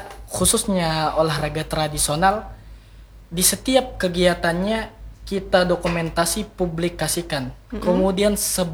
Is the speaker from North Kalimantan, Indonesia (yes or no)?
no; Banjar, South Kalimantan, Indonesia; budaya Banua kita Banjar